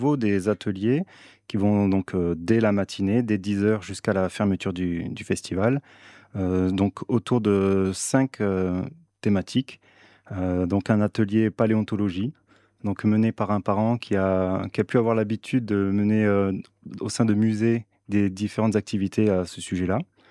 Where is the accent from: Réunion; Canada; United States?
Réunion; first language French; now in Albi, France; Non, parce qu'en fait, moi, je viens de l'île de la Réunion. Donc, je suis plus sur les langues créoles. Et c'est vrai que, donc, depuis petit, c'est la langue française en priorité.